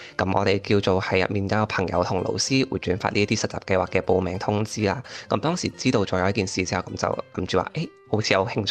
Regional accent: Macau; moved away as an adult; now in Shanghai, China; 我系目前就读喺复旦大学新闻学院广告学嘅研究生二年级， … 咁我系嚟自澳门嘅。

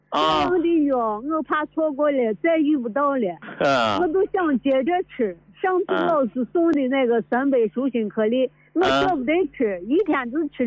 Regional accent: Shaanxi, China; 我是陕西的，我现在在女儿家住着呢，

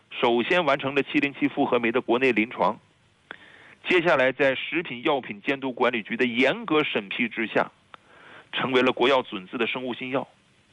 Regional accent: China; also born or lived in United States; 因为我是中国人，我是生在中国长在中国呀，啊，这片土地养育了我呀

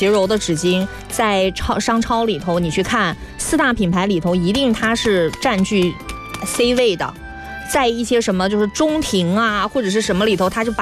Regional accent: Guangdong, China

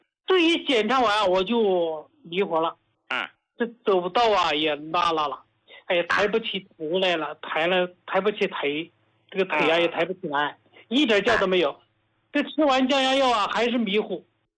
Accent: Hubei, China; 我是湖北人，

